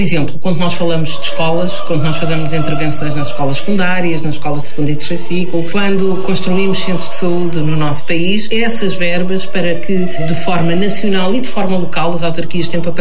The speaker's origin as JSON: {"language": "Portuguese", "town": "Amadora", "region": "Lisbon", "country": "Portugal", "said": "tenho 54 anos, venho de Lisboa, da Amadora, onde tive o privilégio de ser autarca nos últimos 23 anos."}